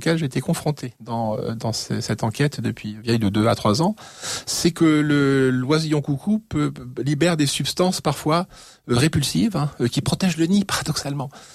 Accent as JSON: {"language": "French", "town": "Paris", "region": "Île-de-France", "country": "France", "said": "Moi, je suis parisien. Alors, je suis trop jeune, certes, mais mes parents sont parisiens. Petits bourgeois, mais quand même néanmoins parisiens."}